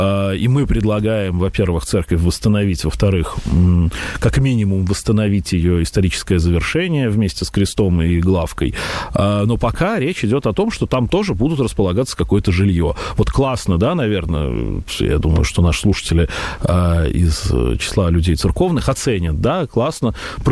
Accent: Moscow, Russia; Я как-то родился и вырос в Басманном, тогда Бауманском районе, и теперь у меня и дочка в садик ходит вот прям там

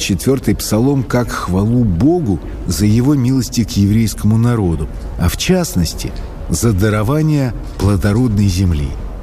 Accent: Moscow, Russia; Нет, я потомственный москвич.

